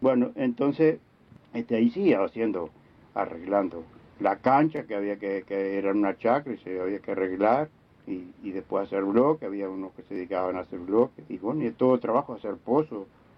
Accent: Vergara, Treinta y Tres, Uruguay; born or raised there

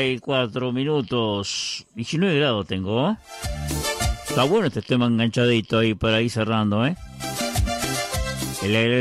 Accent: Vergara, Treinta y Tres, Uruguay; moved away; gran saludo para toda la gente de mi pueblo, la gente de Vergara.

